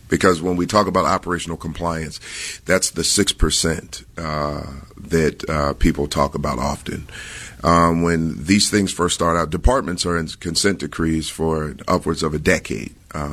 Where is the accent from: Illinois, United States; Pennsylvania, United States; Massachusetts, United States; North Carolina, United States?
Illinois, United States; Chicago; I grew up in Chicago. As everybody knows, I mean, it's well publicized. I grew up in the Englewood community, Hinton Elementary School, Englewood High School, and DePaul University.